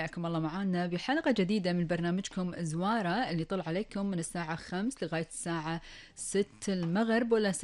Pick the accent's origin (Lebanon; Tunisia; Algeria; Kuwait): Kuwait